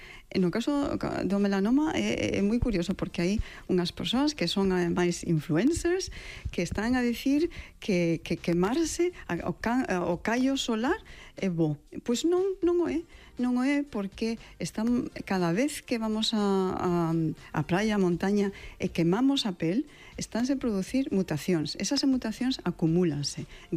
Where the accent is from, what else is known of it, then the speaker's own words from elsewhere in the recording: Monte, Galicia, Spain; born there; con moitos amigos e con moitas amigas que veñen da miña aldea, onde eu nacín, na aldea do Monte